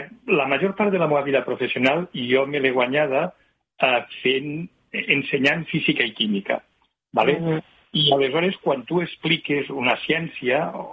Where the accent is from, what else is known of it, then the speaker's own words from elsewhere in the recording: Valencian Community, Spain; jo soc d'ací, jo soc de la Plana, jo he viscut a Almassora 4 anys